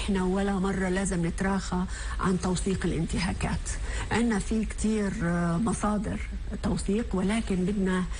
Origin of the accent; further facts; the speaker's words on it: Palestine; لو إحنا شعب فلسطيني